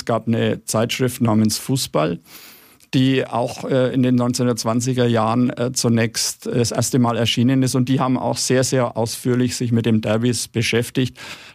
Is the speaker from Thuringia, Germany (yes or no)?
no; Nuremberg, Bavaria, Germany; Ich bin in Nürnberg geboren, ich habe mein Leben lang in Nürnberg gelebt und der 1. FC Nürnberg war der Verein meiner Jugend